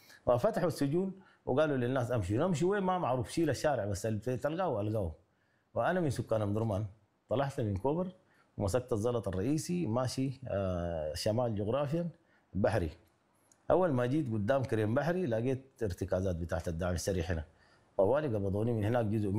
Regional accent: Sudan; نحن كسودانيين ما بنتحمل المعركه بالشكل ده

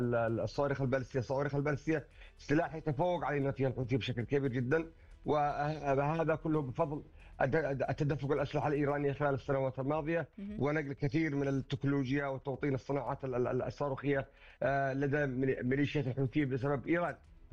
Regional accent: Yemen; now in Istanbul, Turkey; نحن يجب علينا كيمنيين

